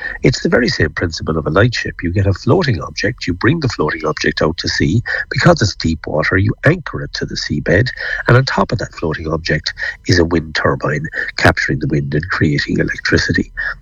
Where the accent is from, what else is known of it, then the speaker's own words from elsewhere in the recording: Ireland; we know this as Irish people.